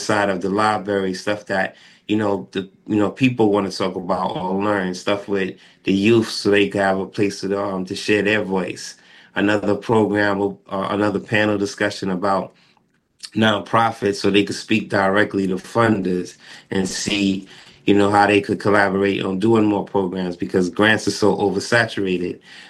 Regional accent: New York, United States; when I was growing up in New York, about block parties and how everybody came together and people had fun on the block.

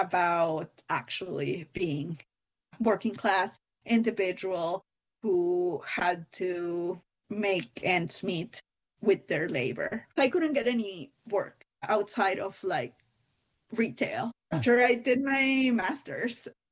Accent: Mexico; now in Canada

